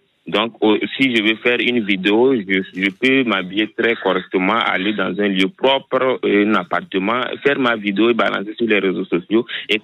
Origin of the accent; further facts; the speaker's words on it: Togo; now in Ziguinchor, Senegal; Effectivement, je suis togolais, c'est pourquoi je passe un coucou à tous les togolais qui nous suivent.